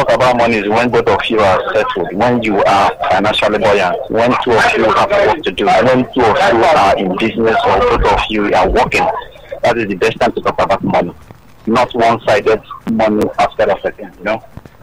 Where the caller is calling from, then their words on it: Abuja, Federal Capital Territory, Nigeria; Okay, I'm calling from Abuja.